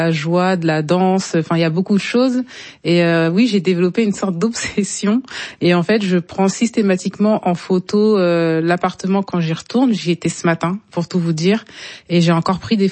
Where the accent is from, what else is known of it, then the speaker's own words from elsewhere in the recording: Canteleu, Normandy, France; born there; on est né en France et qu'on est français et qu'on nous demande tout le temps tu viens d'où et que on répond de Normandie